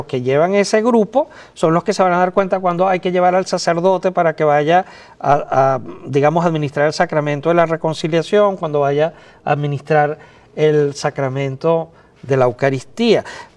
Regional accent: Venezuela; born there; el país donde yo nací, en Venezuela

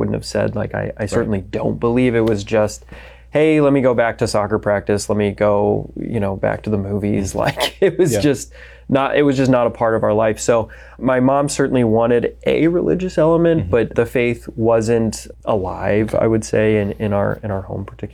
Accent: Denver, Colorado, United States; I was baptized Catholic. I'm from Denver, Colorado.

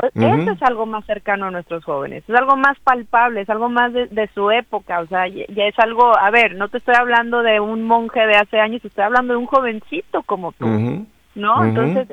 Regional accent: Tamaulipas, Mexico; Pues sí, bueno, yo soy de Tamaulipas, México, y soy la más chica de cuatro hermanos.

